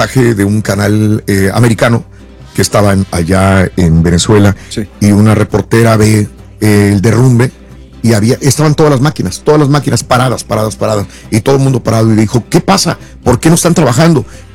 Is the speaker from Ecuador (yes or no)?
no; Mexico; Los mexicanos le llamamos chirimoya.